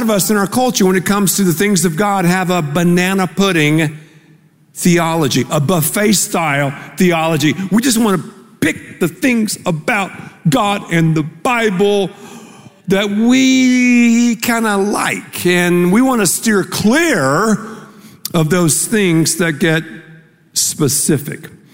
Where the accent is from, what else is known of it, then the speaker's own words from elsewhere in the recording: Texas, United States; We're from Texas. I mean, I'm from the dirty South. I love a buffet.